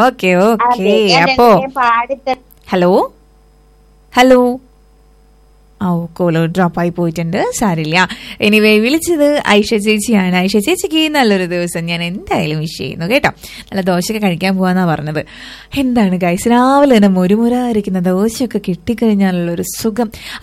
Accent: Palakkad, Kerala, India; ഞങ്ങൾ പാലക്കാട്ടുകാരടുത്ത്

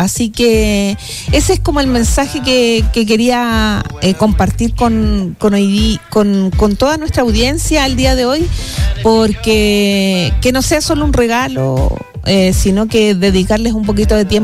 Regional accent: Antofagasta, Chile; mis papás nos llevaban así como al cerquita del mercado en Antofagasta, pero yo soy antofagastina.

